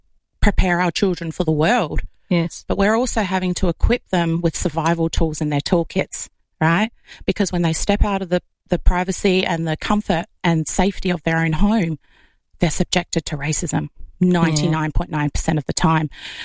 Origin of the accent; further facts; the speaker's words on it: Australia; identifying as Indigenous Australian